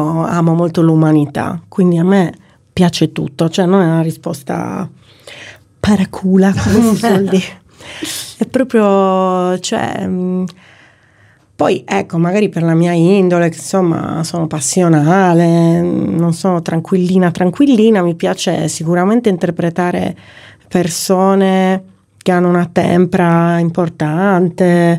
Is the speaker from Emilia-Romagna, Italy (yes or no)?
no; Nuoro, Sardinia, Italy; moved away; adoro la Sardegna, mi piace moltissimo Cagliari, io sono di Nuoro, quindi adoro Nuoro